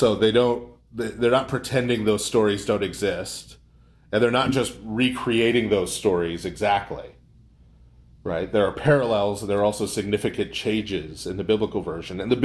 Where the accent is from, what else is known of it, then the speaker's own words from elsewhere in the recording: United States; born there; I'm using we in the I was born in America sense.